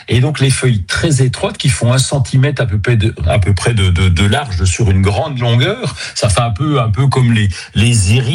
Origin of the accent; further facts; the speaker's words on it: Grand Est, France; chez nous en Lorraine.